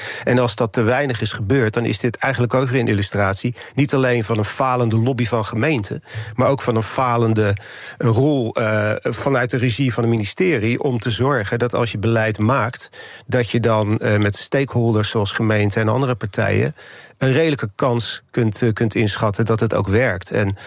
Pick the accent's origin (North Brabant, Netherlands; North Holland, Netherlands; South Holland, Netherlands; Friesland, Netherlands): South Holland, Netherlands; Delft; born there; Ja, ik ben trouwens geboren in Delft.